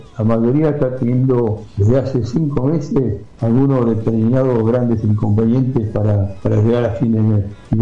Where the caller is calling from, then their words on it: Bahía Blanca, Buenos Aires Province, Argentina; de Bahía Blanca